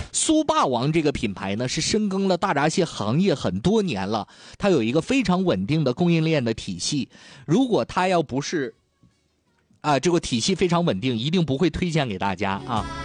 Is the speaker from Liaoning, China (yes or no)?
yes; Dalian, Liaoning, China; 咱们大连人的口味呢也是这样，不喜欢吃特别咸的。